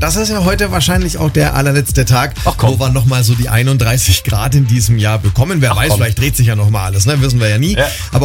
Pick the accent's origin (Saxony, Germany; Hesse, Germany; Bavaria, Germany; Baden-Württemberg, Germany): Bavaria, Germany; Nuremberg; moved away; ich komme ja ursprünglich aus Nürnberg. Mit Oberpfälzisch hatte ich es da nicht so sehr.